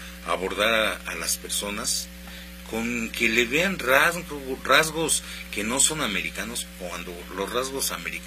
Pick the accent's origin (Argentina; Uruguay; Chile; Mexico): Mexico; como mexicanos estamos unidos